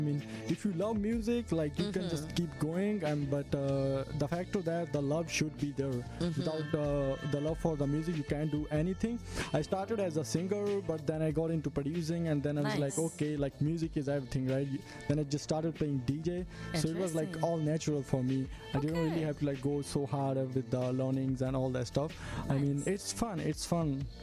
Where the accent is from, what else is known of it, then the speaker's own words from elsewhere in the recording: India; I'm actually from India, so like I started listening to house music back in like 2024